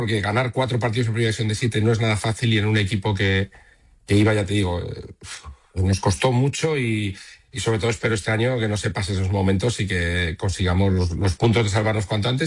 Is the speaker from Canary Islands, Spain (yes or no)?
no; Altea, Valencian Community, Spain; he estado en mi pueblo, que mi hija era la reina de las fiestas.